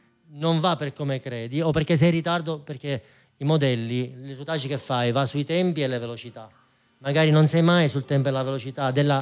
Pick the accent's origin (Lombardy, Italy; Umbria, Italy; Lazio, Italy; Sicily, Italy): Sicily, Italy; Marsala; anch'io sono di Marsala, siamo tutti e due di Marsala